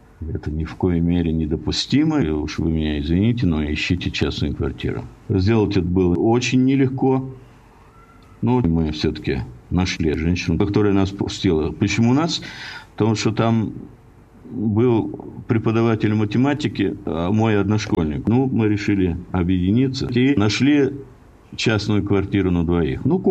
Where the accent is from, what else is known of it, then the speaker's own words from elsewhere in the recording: Astrakhan, Astrakhan Oblast, Russia; moved away; у меня, имею в виду Астрахани, в семье была не очень здоровая обстановка. Ну, и по этой причине я решил из Астрахани уехать от родных.